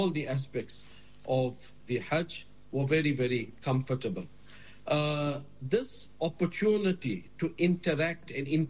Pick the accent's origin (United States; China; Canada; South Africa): South Africa; we have been opened up as the South African community